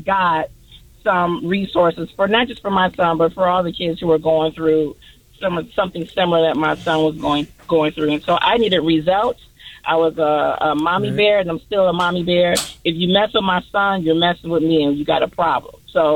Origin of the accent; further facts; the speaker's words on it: Cherry Hill, New Jersey, United States; moved away as an adult; also born or lived in Detroit, Michigan; now in Westchester, United States; I was born in Detroit. I was raised in Jersey.